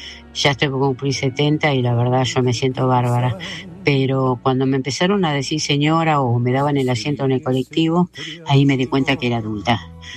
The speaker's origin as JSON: {"language": "Spanish", "region": "Buenos Aires", "country": "Argentina", "said": "Soy del barrio de Liniers."}